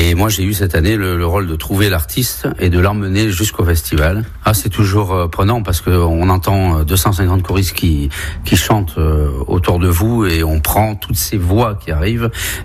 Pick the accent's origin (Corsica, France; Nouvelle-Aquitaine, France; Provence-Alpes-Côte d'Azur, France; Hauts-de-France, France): Nouvelle-Aquitaine, France; also born or lived in Chile; j'ai 58 ans, je suis né au Chili, mais je suis Girondin depuis l'âge de 6 ans.